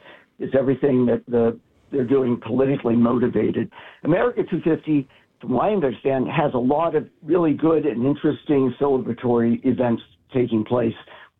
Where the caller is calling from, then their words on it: Virginia, United States; Yeah, from Virginia, but I also live part-time up in Plum Island